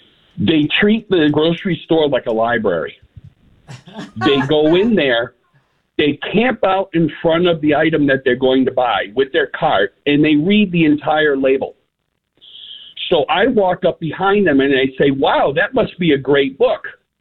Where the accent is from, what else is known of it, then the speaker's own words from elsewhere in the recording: Fitchburg, Massachusetts, United States; When I was a kid growing up in Fitchburg, you know, in the early 70s